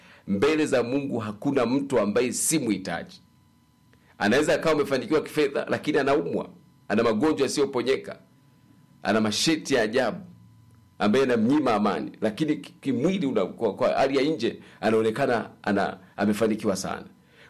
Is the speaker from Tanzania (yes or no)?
yes; Njombe, Tanzania; Kule kwetu miaka ya nyuma kule Njombe